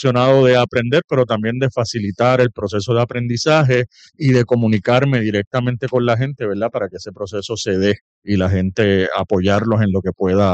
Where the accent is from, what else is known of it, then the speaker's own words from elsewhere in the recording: Bayamón, Puerto Rico; Pues soy primeramente puertorriqueño, de Bayamón, educador en salud de profesión.